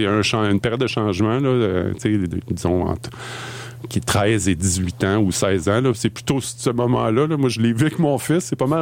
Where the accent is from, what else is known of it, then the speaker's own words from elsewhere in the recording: Boucherville, Quebec, Canada; now in Montreal, Canada; j'ai grandi à Boucherville, en fait. C'est juste sur la rive sud de Montréal. Puis j'ai habité Boucherville jusqu'à... en fait, je suis parti en France 1 an pour la natation quand j'ai fini mon cégep. Puis après ça, je suis revenu à Montréal.